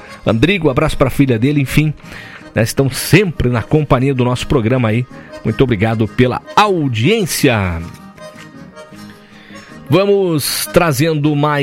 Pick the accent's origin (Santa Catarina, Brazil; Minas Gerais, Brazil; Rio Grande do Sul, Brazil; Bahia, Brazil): Rio Grande do Sul, Brazil; Eu sou gaúcho, né?